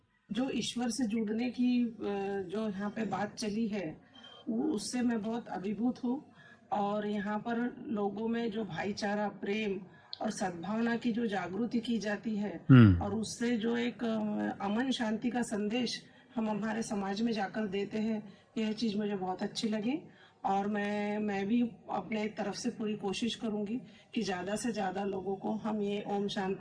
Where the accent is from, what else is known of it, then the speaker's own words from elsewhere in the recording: Mauda, Maharashtra, India; मैं मऊदा नागपुर महाराष्ट्र से हूँ